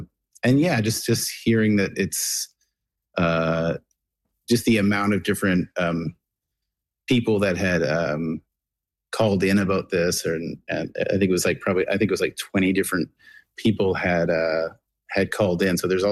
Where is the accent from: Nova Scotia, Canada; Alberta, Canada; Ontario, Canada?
Nova Scotia, Canada; I heard about the story, but I didn't realize how close it was to my hometown.